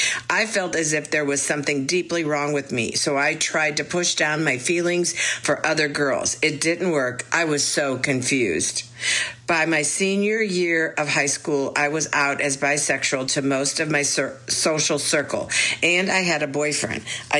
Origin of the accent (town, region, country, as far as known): Columbia, Missouri, United States; born or raised there